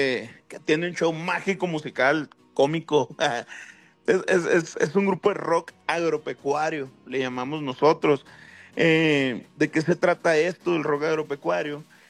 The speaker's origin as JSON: {"language": "Spanish", "town": "Ciudad Obregón", "region": "Sonora", "country": "Mexico", "said": "de lo que nosotros somos de Sonora, de Ciudad Obregón, Sonora."}